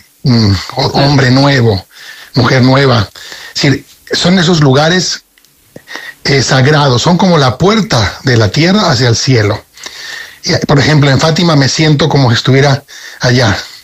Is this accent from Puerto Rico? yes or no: no; Spain; now in Mérida, Mexico; Yo soy español, aunque vivo aquí en México.